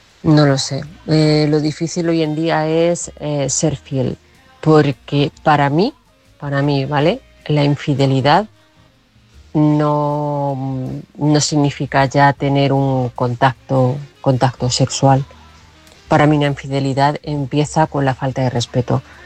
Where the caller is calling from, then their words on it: Toledo, Castilla-La Mancha, Spain; de Toledo.